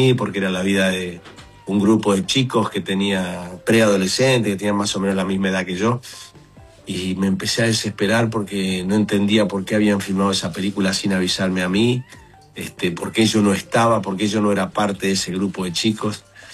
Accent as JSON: {"language": "Spanish", "region": "Entre Ríos", "country": "Argentina", "tie": "born there", "also_born_or_lived": "Santa Fe", "moved": "as an adult", "lives_now": "Buenos Aires, Argentina", "said": "Sobre todo en una provincia del interior, donde yo nací, en Entre Ríos."}